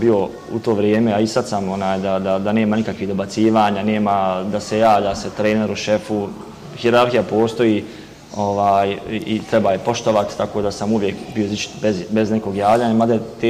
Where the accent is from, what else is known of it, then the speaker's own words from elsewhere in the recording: Ričice, Federation of Bosnia and Herzegovina, Bosnia & Herzegovina; Rahmetli Dido je prešao kasnije u Ričice i ja sam dosta djetinjstva provio u Ričicama.